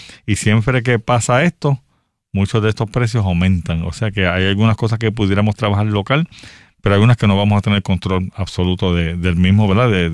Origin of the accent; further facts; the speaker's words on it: Arecibo, Puerto Rico; Yo soy de Arecibo, Puerto Rico.